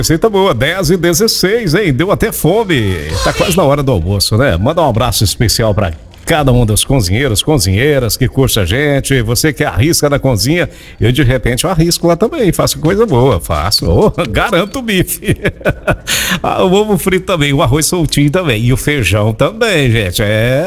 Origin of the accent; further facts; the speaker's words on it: Minas Gerais, Brazil; sou mineiro misturado com índio aí